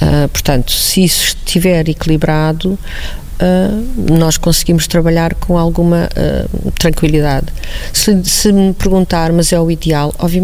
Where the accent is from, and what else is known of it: Viana do Castelo, Norte, Portugal; born or raised there